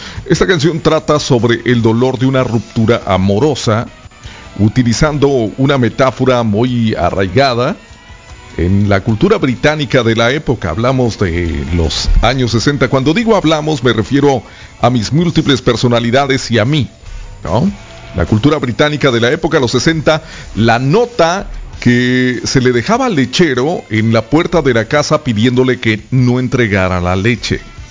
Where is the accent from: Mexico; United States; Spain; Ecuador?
Mexico; Guadalajara, Jalisco; cuando era niño en Guadalajara